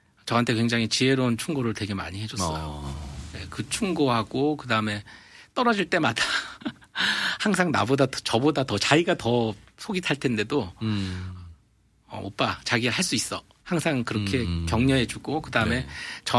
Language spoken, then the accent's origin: Korean; South Korea; moved away as an adult; now in United States; 한국에서는 좀 되게 보호된 분위기에서 컸습니다.